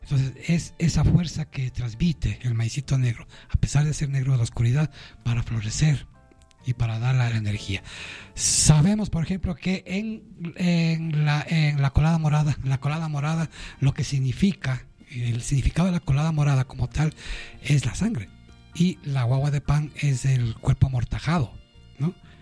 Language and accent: Spanish; Quito, Pichincha, Ecuador; todos los que vivimos en Coto Collao, los que somos de Coto Collao, hemos nacido así y hemos vivido así desde siempre.